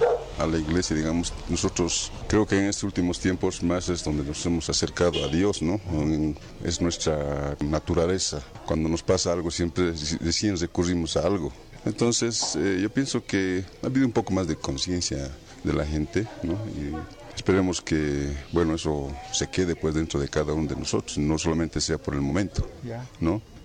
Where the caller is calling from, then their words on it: Cochabamba, Bolivia; Yo estoy aquí en Illao, pero yo vivo en Cochabamba, ¿no?